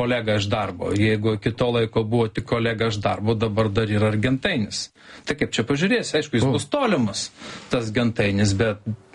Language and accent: Lithuanian; Anykščiai, Utena County, Lithuania; moved away; aš kilęs iš Anykščių